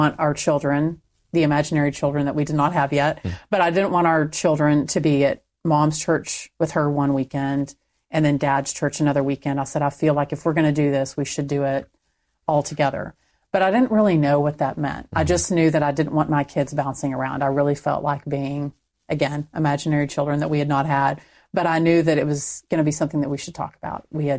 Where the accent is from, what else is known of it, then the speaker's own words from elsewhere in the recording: Texas, United States; Growing up in Texas, it was okay to save the baby, but perfectly normal to execute the criminal.